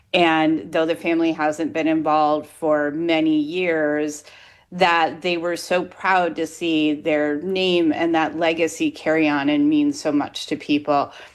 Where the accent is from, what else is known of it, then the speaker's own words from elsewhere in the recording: Grand Rapids, Michigan, United States; And growing up in Grand Rapids, going to the gas station, getting a Selton Nut Roll, and the two of us sharing that experience